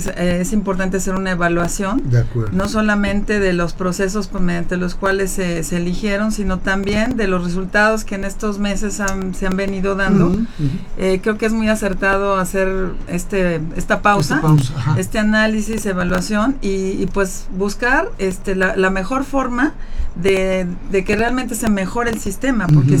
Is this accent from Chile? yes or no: no; Mexico; como mexicana, claro, porque soy mexicana